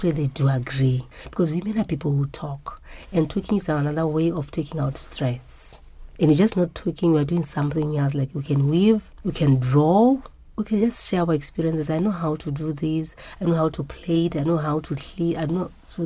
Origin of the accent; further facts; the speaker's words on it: Botswana; I'm a Botswana, born and brought and bred in Botswana.